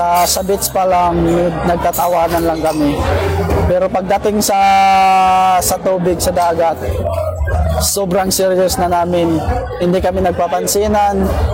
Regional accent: Siargao Island, Caraga, Philippines; Ako sa Siargao Island.

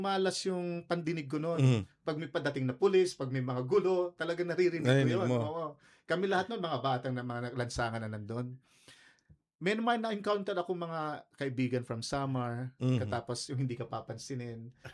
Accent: Catbalogan, Samar, Philippines; Nung nasa Katbalogan ako noon, namatay yung mother ko na was 6 years old.

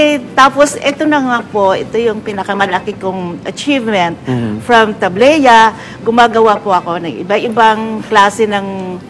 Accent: Soccsksargen, Philippines; Nung nakita na yung DTI sa province namin, Sarangani province, na gumagawa ako ng tableya, na-promote na rin po ako yung tableya ko.

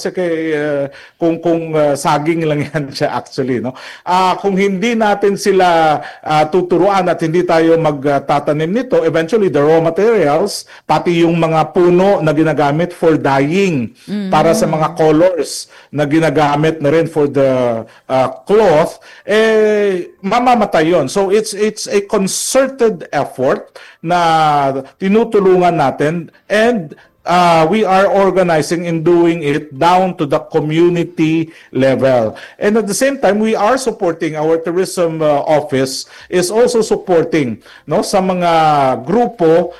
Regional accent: Soccsksargen, Philippines; Kasi nga, ang biruan na lang dito diyan sa amin sa Mindanao, ang problema kasi nga

